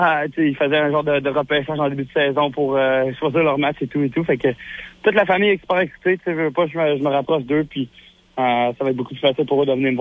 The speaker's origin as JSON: {"language": "French", "town": "Trois-Rivières", "region": "Quebec", "country": "Canada", "tie": "born or raised there", "also_born_or_lived": "Bécancour", "said": "J'ai grandi à Trois-Rivières."}